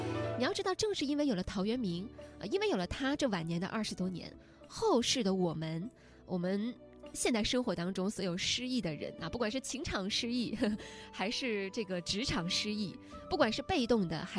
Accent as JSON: {"language": "Chinese", "country": "China", "said": "身为一个中国人"}